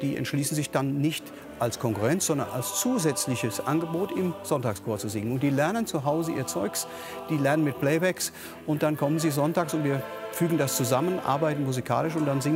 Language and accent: German; Ransbach-Baumbach, Rhineland-Palatinate, Germany; Das ist meine Heimatstadt.